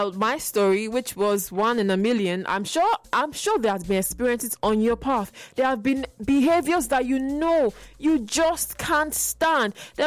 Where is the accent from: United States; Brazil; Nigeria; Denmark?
Nigeria; as a Nigerian